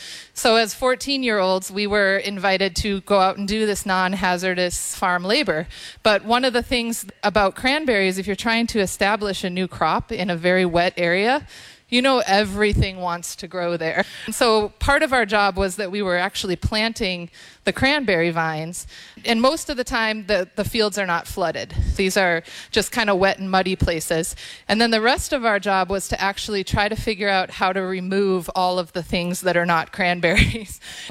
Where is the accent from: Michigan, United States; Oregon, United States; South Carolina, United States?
South Carolina, United States; I grew up in Aiken County. Any of y'all know Aiken County?